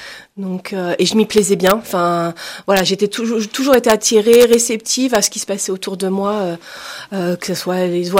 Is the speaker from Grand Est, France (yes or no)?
no; Île-de-France, France; J'ai grandi en région parisienne, dans le Val-de-Marne.